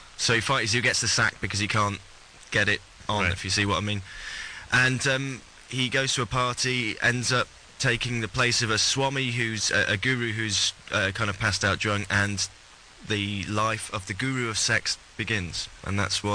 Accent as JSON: {"language": "English", "country": "United Kingdom", "tie": "born or raised there", "said": "My father is. I was born and raised in Britain. My mum's born in Ireland. I'm kind of, you know"}